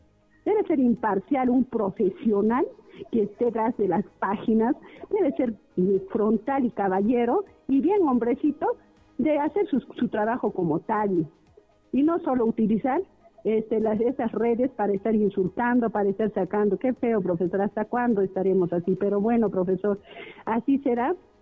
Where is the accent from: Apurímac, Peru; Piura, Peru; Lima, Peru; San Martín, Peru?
Apurímac, Peru; Tambobamba; mientras sea cotabambina, esté en Tambobamba, en mi tierra, en Cotabamba